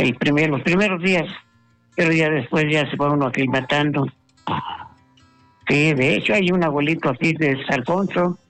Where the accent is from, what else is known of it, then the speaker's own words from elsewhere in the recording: Puebla, Mexico; De acá de Puebla.